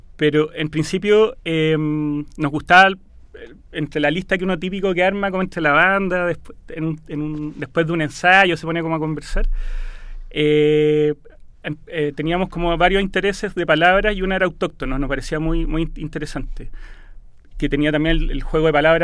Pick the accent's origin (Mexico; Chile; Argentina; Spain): Chile; En el fondo, igual somos una banda súper chilena, somos todos chilenos, no renegamos de eso, pero sí tenemos antecedentes familiares de otros países